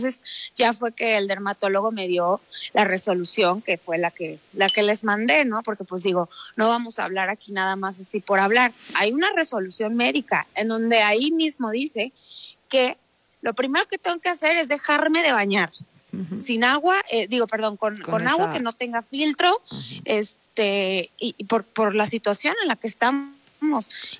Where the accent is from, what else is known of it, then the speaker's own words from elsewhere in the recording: Mexico; lo ignoré como buena mexicana.